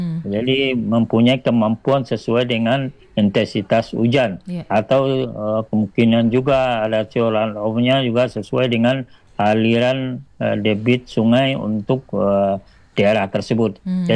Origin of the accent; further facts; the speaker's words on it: Padang, West Sumatra, Indonesia; saya warga Kota Padang juga